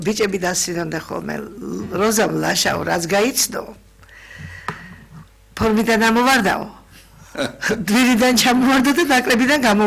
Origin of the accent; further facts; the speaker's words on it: Urbnisi, Shida Kartli, Georgia; born there; ჩემი სოფელში იყო ურუბნიში, ქართლში. და იქ დავიბადე.